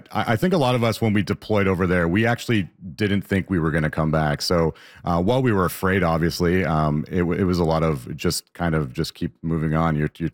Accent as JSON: {"language": "English", "town": "London", "region": "Ontario", "country": "Canada", "said": "I don't know how I would have been able to integrate back into London life, because it's very difficult to go from being a Londoner and then going into an active combat zone like that."}